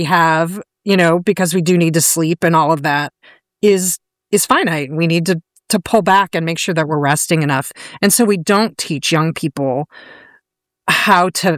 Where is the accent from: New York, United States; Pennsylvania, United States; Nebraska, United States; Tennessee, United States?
Nebraska, United States; Omaha; moved away as an adult; I grew up in Omaha, Nebraska